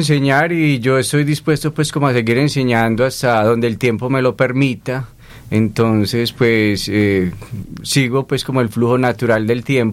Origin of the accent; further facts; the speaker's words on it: Andes, Antioquia, Colombia; born there; yo nací en el suroeste antioqueño, en el pueblo de Andes, Antioquia.